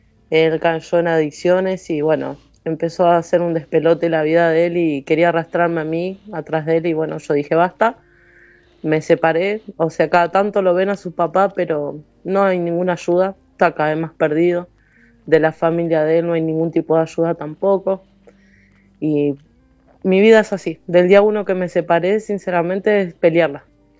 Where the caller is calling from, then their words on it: Tortuguitas, Buenos Aires Province, Argentina; Soy de Tortuguitas.